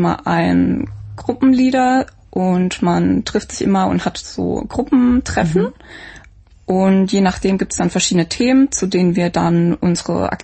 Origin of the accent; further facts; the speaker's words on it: Baden-Württemberg, Germany; moved away as an adult; now in Seoul, South Korea; Im Süden, in der Nähe von Stuttgart.